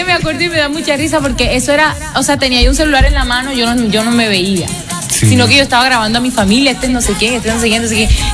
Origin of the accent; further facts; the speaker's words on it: San Cristóbal, Bolívar, Colombia; moved away; ¿De qué pueblo? De San Cristóbal Bolívar.